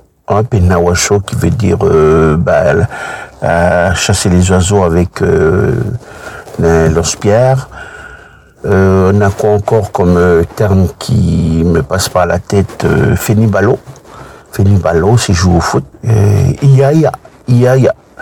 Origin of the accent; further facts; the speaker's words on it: Lifou, Loyalty Islands Province, New Caledonia; also born or lived in Nouméa / Ouvéa; Dans mon enfance, je suis né à Nouméa. Ensuite, j'ai vécu à Ouvéa, puis Lifou. On va dire que dans mon enfance, j'ai grandi à Lifou.